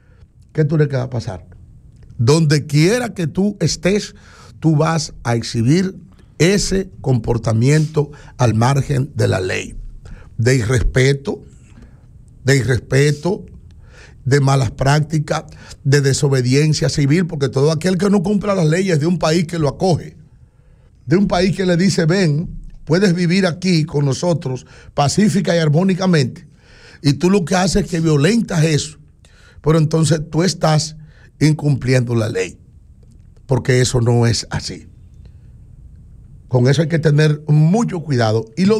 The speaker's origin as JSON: {"language": "Spanish", "town": "Villa Jaragua", "region": "Baoruco", "country": "Dominican Republic", "tie": "born or raised there", "said": "en mi pueblo, Villajaragua."}